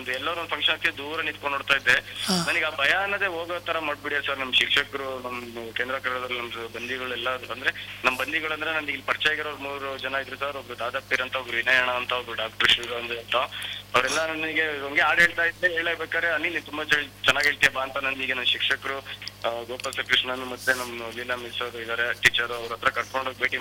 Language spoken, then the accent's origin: Kannada; Shivamogga, Karnataka, India; moved away; ನನ್ನ ಊರು ಶಿವಮೊಗ್ಗ ಸರ್.